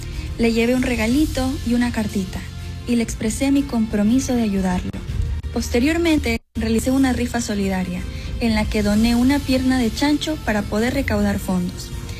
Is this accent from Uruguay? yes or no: no; La Troncal, Cañar, Ecuador; diferentes sectores de mi querida Troncal.